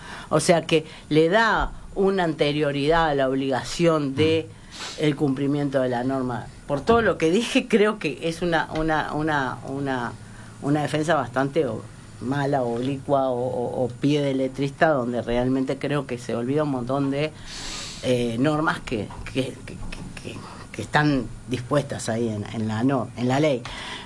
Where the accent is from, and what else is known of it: Uruguay